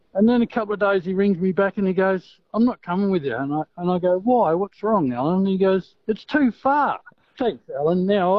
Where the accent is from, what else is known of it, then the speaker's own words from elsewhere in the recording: Moora, Western Australia, Australia; Yep, I'm from Moora in WA, where they're going, and I got pretty well conned into carting them.